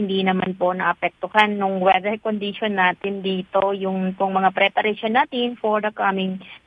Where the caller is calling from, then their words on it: Marawi, Bangsamoro, Philippines; Dito po sa Marawi, kapag umaga, maayos po yung panahon.